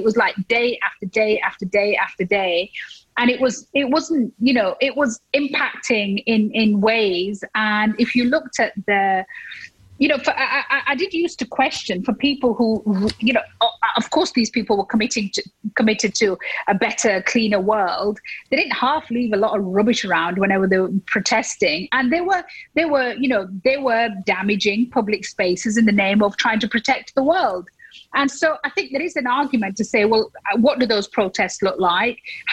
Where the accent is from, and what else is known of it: United Kingdom